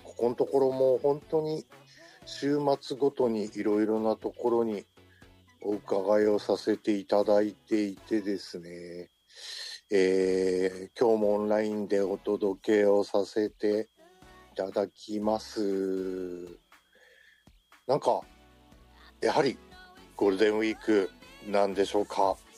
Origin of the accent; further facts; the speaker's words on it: Okinawa, Japan; 地元沖縄では